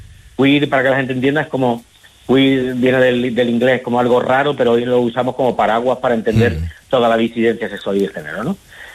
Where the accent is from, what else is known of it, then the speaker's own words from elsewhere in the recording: Higuera de la Sierra, Andalusia, Spain; Después yo soy de la Sierra de Huelva, de Higuera de la Sierra, soy antropólogo y hago mi tesis doctoral sobre este tema